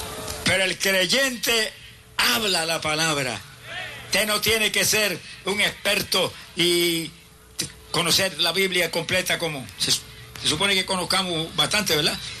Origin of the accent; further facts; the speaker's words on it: Camuy, Puerto Rico; me dio el lugar más preparado que había en mi pueblo de Camuy, que la gente no se atrevía ni a entrar ahí.